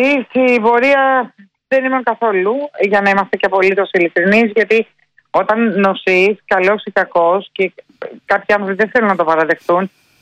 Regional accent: Athens, Attica, Greece; born there; Γεννήθηκα στην Αθήνα. Η καταγωγή μου είναι από τη Μάνη. Λακωνική Μάνη, ναι.

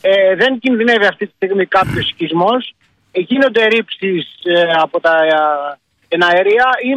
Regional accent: Peloponnese, Greece; Είναι δίπλα είναι το χωριό μου. Χαρτί λέγεται, δεν είναι στο Βλαχόπουλο, είναι στα 5 χιλιόμετρα.

